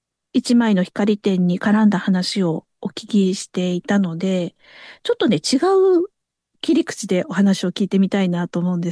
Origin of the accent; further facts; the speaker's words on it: Chiba, Japan; born there; also born or lived in Fukuroi, Shizuoka; 私は生まれて1ヶ月だけだったんですけど、その後千葉に行ってしまったので、はい、住んではいないんですけれども、母の実家が静岡なので親戚が静岡に多いんです。